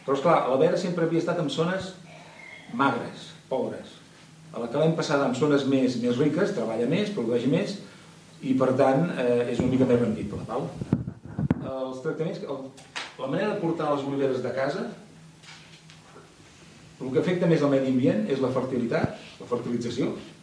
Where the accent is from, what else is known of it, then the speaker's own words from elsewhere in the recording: Sant Feliu, Catalonia, Spain; Bueno, sí, ens coneixem tots som de Sant Feliu.